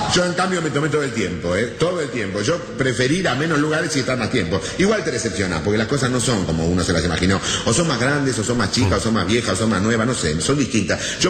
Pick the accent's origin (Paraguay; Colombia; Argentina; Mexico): Argentina; lo que me estremecía era pensar lo vivo que son los tanos para explotar el turismo y lo boludo que somos los argentinos.